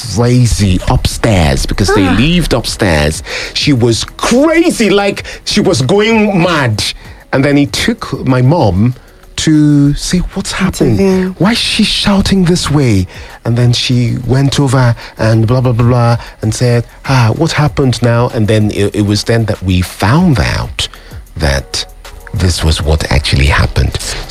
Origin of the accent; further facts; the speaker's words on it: Lagos, Nigeria; I was born and raised in Lagos. I lived in a neighborhood where this was done to girls.